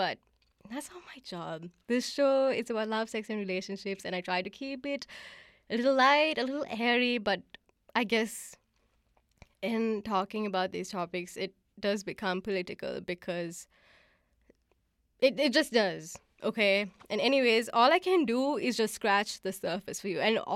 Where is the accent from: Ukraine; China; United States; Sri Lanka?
Sri Lanka; I'm from Sri Lanka, so we don't actually do land acknowledgements, but I hope this makes you think about your history as a Sri Lankan person, for instance.